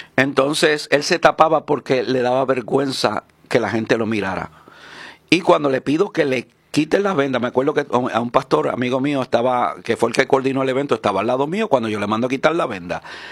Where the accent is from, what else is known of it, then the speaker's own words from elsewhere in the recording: San Juan, Puerto Rico; born there; moved away; also born or lived in Aguadilla, Puerto Rico / Florida; Yo amo esta isla. Yo nací aquí. Yo nací en Santurce